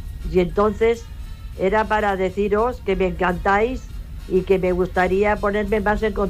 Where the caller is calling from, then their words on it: Cádiz, Andalusia, Spain; de Cádiz.